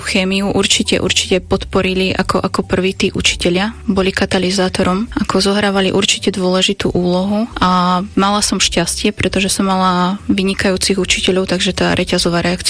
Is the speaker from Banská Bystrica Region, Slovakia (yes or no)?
yes; Beňuš, Banská Bystrica Region, Slovakia; pochádzam z malebnej horehronskej dedinky Beňuš, ktorá sa nachádza medzi Nízkymi Tatrami a Fabovou Hoľou a táto dedinka sa spája aj s našimi folklórnymi tradíciami.